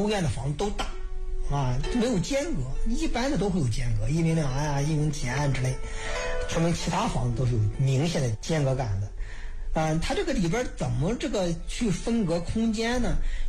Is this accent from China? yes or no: yes; China; 高奢一直是我们中国人过去文明发展过程中必有的这么一个设置。